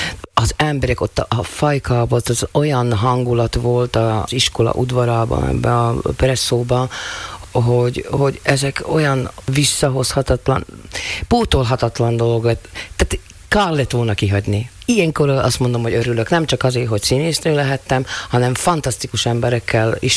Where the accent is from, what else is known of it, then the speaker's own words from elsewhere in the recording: Lučenec, Banská Bystrica Region, Slovakia; accent: Palóc; moved away as an adult; also born or lived in Bratislava; soha nem hagyom el a palócot. Mert én Palócföldön születtem, Losoncon és Ragyolci lány vagyok.